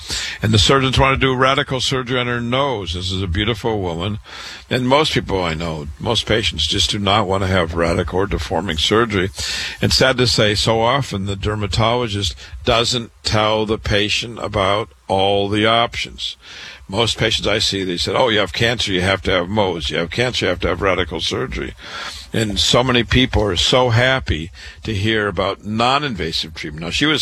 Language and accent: English; Waterloo, Iowa, United States; I was born in Waterloo, Iowa. I went to public school there, university, medical school